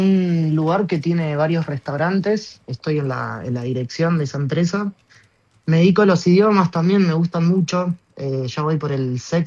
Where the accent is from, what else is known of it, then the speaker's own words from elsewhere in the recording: San Lorenzo, Santa Fe, Argentina; moved away; De San Lorenzo, Santa Fe.